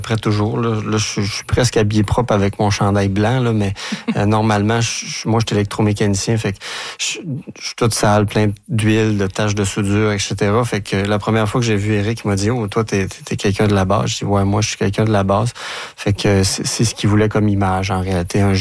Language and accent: French; Quebec, Canada; moved away; Je viens de la Gaspésie.